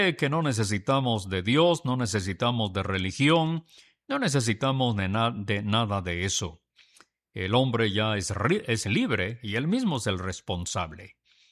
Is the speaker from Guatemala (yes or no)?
yes; Guatemala